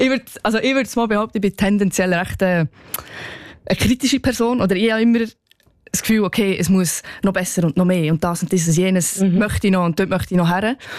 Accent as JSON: {"language": "German", "region": "Solothurn", "country": "Switzerland", "said": "Ja, genau. Ich bin eher der Kaffmensch aus dem 200-Seelendorf."}